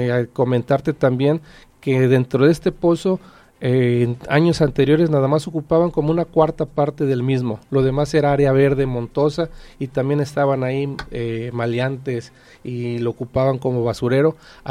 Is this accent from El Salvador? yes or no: no; Poza Rica, Veracruz, Mexico; born or raised there